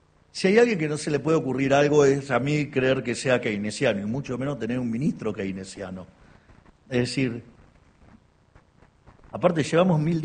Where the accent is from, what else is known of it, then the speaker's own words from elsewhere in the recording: Argentina; nosotros que somos tan argentinos, la argentinidad del paro y todas esas cosas